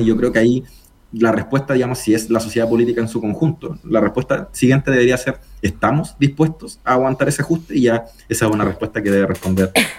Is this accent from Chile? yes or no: yes; Chile